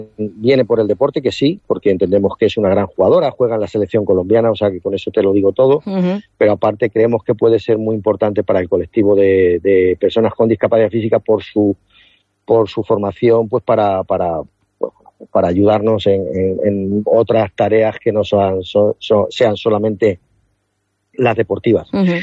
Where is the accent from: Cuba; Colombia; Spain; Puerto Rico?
Spain; Puertollano, Castilla-La Mancha; porque somos de Puerto Llano, somos, como decimos, hechos de acero, una ciudad minera, que nuestros orígenes sabemos cuáles son, de dónde venimos, a dónde vamos